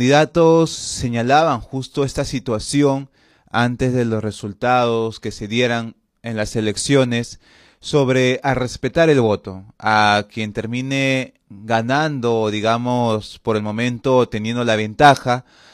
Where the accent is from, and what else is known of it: Peru